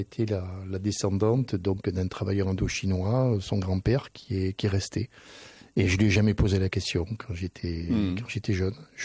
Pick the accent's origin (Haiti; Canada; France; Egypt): France; Bergerac, Nouvelle-Aquitaine; Et je me souviens, moi, quand j'étais gamin, à l'école à Bergerac, j'avais, on va terminer là-dessus, j'avais... une copine en classe